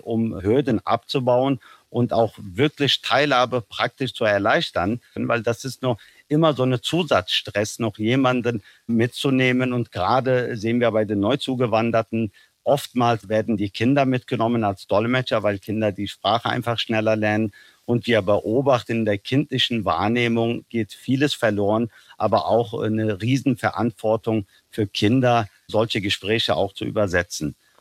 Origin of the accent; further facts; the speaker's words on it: Germany; ich lebe in Deutschland, ich bin Deutscher und ich bin hier zu Hause.